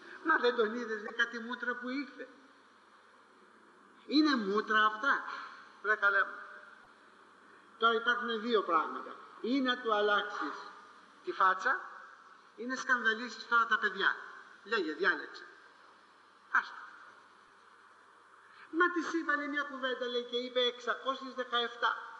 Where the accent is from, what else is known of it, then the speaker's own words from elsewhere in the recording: Corfu, Ionian Islands, Greece; moved away; στην πατρίδα μου την Κέρκυρα